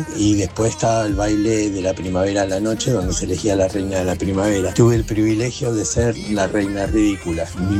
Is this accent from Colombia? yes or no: no; Buenos Aires Province, Argentina; Yo soy egresado del 84 y de un pueblo de la provincia de Buenos Aires.